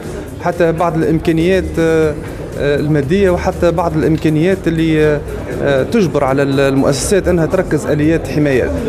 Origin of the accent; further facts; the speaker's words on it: Tunisia; من نقاط القوة اللي عندنا في تونس